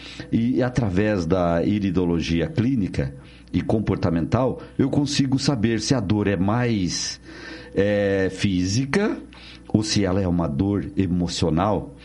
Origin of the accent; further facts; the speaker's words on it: Rolante, Rio Grande do Sul, Brazil; born there; Gaúcho falso. Eu nasci no Rio Grande do Sul, cidade de Rolante.